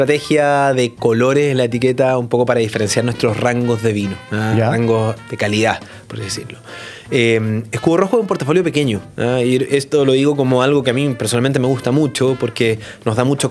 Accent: Chile; El que yo esté acá en Chile es porque soy chileno

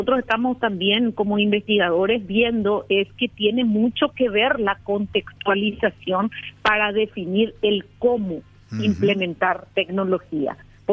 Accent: Paraguay; nosotros tenemos que entender como paraguayos

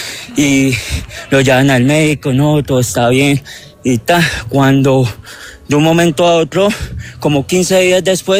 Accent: Espinal, Tolima, Colombia; por lo general yo me crié en el Espinal Tolima, ¿sí?

